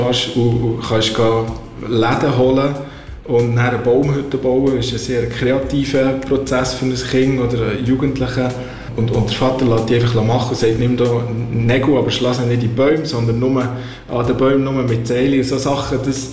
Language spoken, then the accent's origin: German; Schangnau, Bern, Switzerland; born or raised there; moved away as an adult; now in Mallorca, Spain